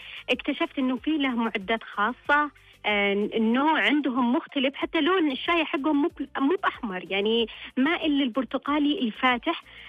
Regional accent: Saudi Arabia

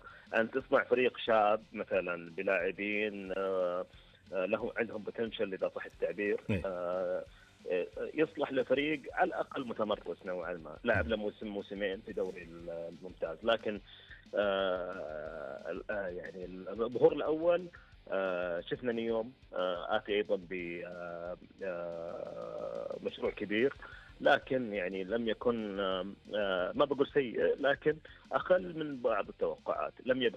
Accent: Saudi Arabia; عزيز على قلوبنا جميعا كسعوديين

